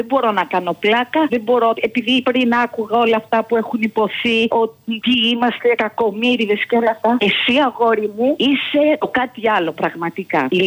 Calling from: Glyfada, Attica, Greece; από Γλυφάδα.

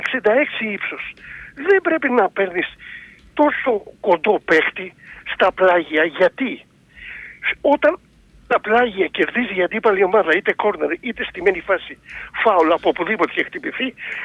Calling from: Attica, Greece; Καλησπέρα … από τα Βόρεια Προάστια.

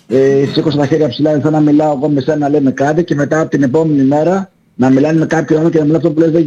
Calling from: Almyros, Thessaly, Greece; από τον Βόλο που είμαι εγώ από τον Αλμυρό

